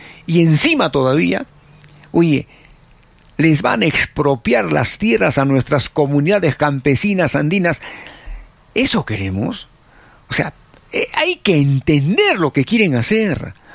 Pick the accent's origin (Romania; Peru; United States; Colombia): Peru